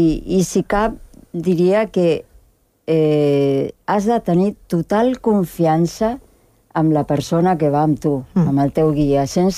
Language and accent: Catalan; Argentina; moved away; jo sóc argentina